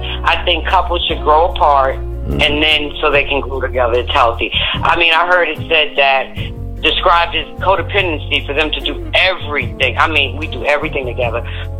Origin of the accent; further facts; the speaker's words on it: Bronx, New York, United States; from the Bronx.